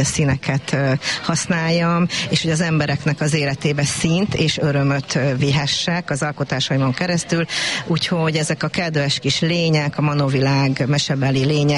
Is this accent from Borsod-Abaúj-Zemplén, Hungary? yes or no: no; Dunaújváros, Fejér, Hungary; Itt voltam gyermek ezen a tájon, dunaújvárosi születésű vagyok, és nagyon sokat ültem a Dunaparton